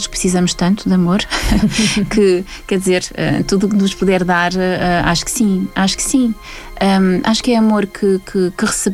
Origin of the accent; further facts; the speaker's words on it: France; moved away as an adult; now in Portugal; Eu nasci em França, vivi, estudei em França, e aos 25 anos vim para Portugal, 24, 25.